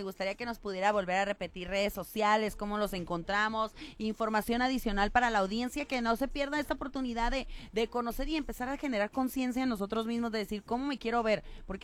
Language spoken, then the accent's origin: Spanish; Mexico; nosotros como mexicanos